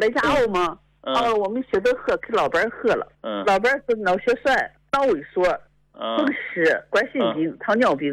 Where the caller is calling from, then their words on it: Yantai, Shandong, China; 你好大林老师，我是山东烟台的。